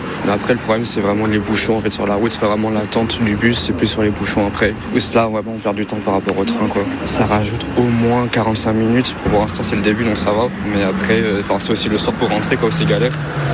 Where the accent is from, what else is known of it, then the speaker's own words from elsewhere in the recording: Metz, Grand Est, France; Moi, du coup, je viens de Metz, donc je prends déjà le train de Metz jusqu'à Thionville.